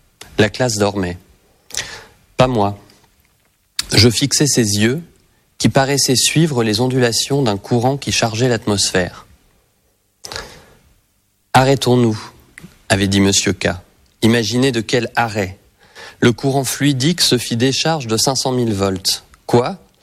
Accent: Reims, Grand Est, France; born there; Alors, tout simplement, je suis né à Reims, il y a 42 ans, donc en 1984.

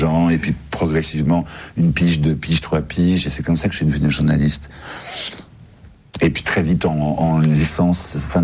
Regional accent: France; bonjour, je suis un Français.

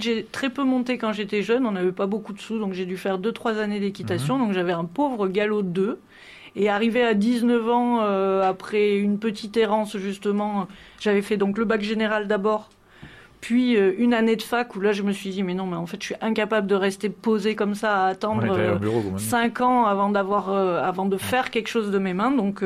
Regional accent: Gramat, Occitanie, France; moi, je suis originaire du Lot, donc un petit coin à côté de Gramma. J'avais mes grands-parents vers le Bastille, donc sur le Causse. Et j'ai vécu là-bas avec mes parents pendant pas mal de temps.

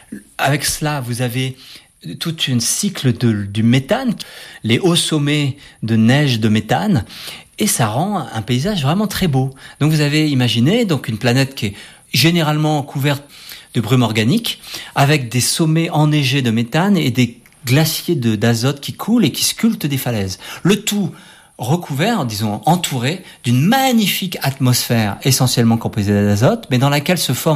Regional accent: France; Mais bon, c'était sympa en tant que Français de participer à cette mission.

